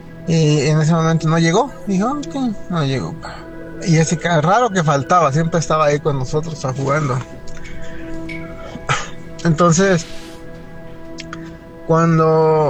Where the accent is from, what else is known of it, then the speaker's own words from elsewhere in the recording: San Luis Potosí, Mexico; Yo vengo de... soy nativo de San Luis Potosí. Mi papá tenía un... su terreno donde vivíamos, tenía un terreno grande.